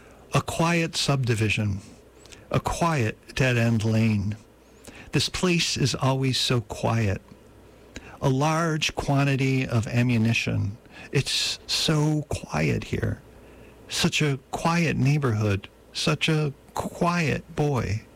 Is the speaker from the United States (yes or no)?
yes; Buffalo, New York, United States; moved away; my hometown of Buffalo, New York.